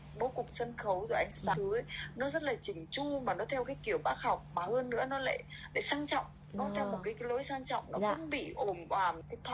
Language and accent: Vietnamese; Northern Vietnam, Vietnam; Thật ra là không phải mình chị đâu, mà các nghệ sĩ ở ngoài Bắc vào hay được giải cao lắm